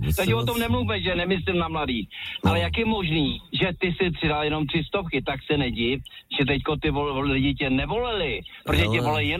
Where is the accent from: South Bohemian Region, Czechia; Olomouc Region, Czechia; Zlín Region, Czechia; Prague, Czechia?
Prague, Czechia